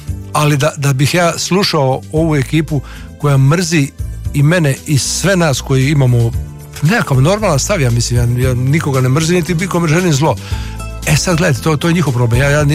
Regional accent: Split, Split-Dalmatia County, Croatia; dok sam odrastao u Splitu

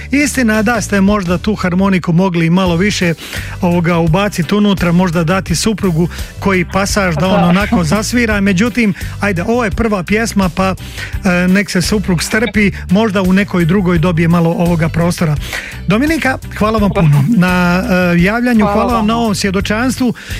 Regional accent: Bosanska Posavina, Bosnia & Herzegovina; born there; sam rođen u Bosanskoj Posavini

